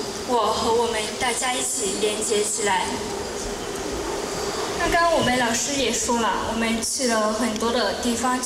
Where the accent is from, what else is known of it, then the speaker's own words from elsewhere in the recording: Laos; Chinese is a second language; now in Guiyang, China; ，现在是贵州理工学院国际教育学院的一名留学生。